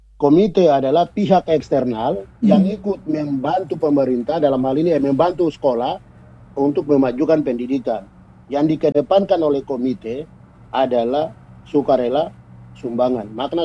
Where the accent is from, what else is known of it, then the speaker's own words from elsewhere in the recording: Sorong, Southwest Papua, Indonesia; Saya jalan pagi, saya tinggal di Perumnas ya. Saya orang tugas di Manokwari, tapi saya warga Sorong. Nah, jadi saya tinggal di Perumnas